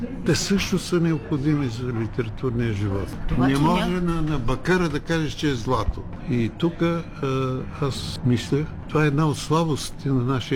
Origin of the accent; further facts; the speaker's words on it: Pleven, Pleven Province, Bulgaria; аз съм от Дунавската равнина, аз съм от град Плевен